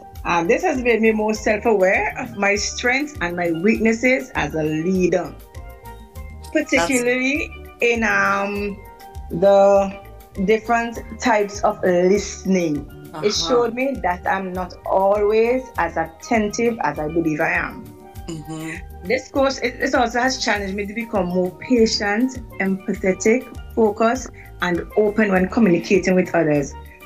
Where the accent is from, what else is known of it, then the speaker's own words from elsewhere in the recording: Green Hill, St. Vincent & Grenadines; I'm from Green Hill, St. Vincent and Grenadines, a mother of three, including one adopted.